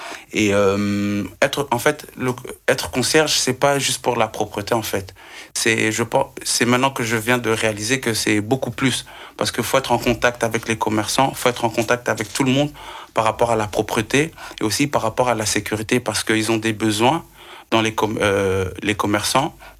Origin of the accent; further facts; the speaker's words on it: Belgium; vu que je suis belge.